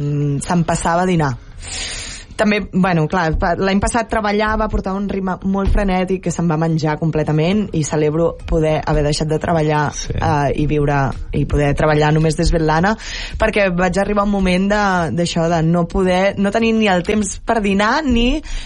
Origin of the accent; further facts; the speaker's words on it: Catalonia, Spain; com a bona catalana.